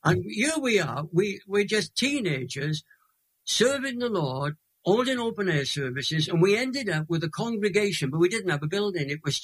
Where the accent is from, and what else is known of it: Crosskeys, Wales, United Kingdom; born or raised there